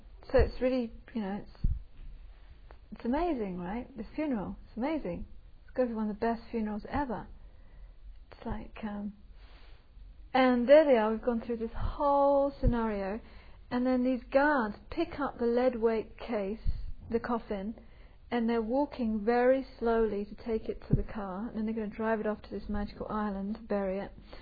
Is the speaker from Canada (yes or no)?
no; England, United Kingdom; And being English, so I had some kind of interest in this. And I had a friend coming out from England